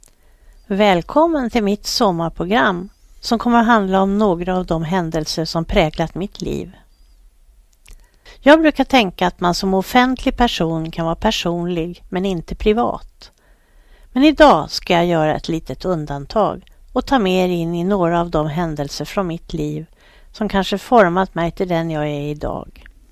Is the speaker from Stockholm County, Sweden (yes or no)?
yes; Stockholm, Stockholm County, Sweden; also born or lived in Spånga / Blackeberg; Jag växte upp i Vällingby och flyttade med familjen senare till Spånga. Somrarna tillbringade vi i Norge hos min mormor fram till det år som jag började skolan. Jag är född i Stockholm, närmare bestämt på Sabbatsbergs sjukhus.